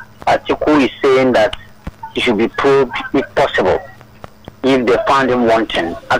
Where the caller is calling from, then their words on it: Lagos, Nigeria; I'm calling from Abaranja in Ekoto.